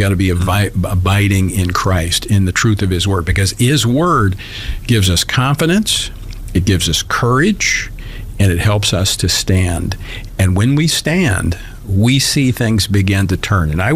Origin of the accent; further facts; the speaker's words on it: Louisiana, United States; I've been through a number of natural disasters in my home state of Louisiana